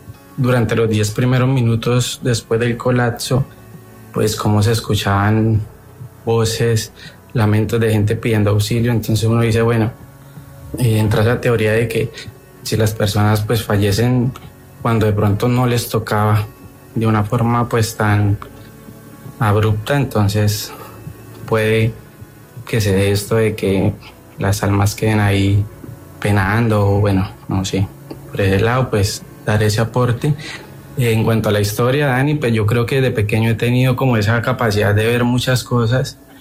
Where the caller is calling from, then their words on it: Tolima, Colombia; yo soy del Tolima